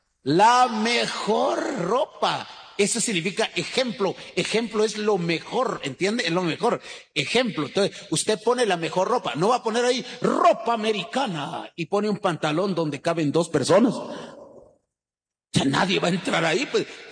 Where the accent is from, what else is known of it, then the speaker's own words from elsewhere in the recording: Guatemala; Es como cuando decimos soy chapín